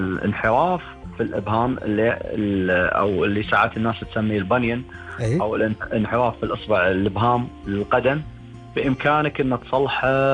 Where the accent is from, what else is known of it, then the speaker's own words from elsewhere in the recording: Kuwait; عندنا بالكويت